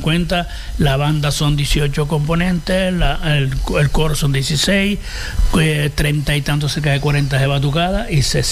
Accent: Canary Islands, Spain; Yo soy buen canario.

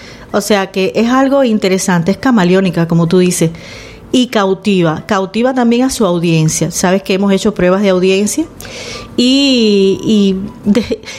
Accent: Cuba; moved away as an adult; now in Las Palmas de Gran Canaria, Spain; soy cubana, que en Cuba hacía periodismo y periodismo en la radio

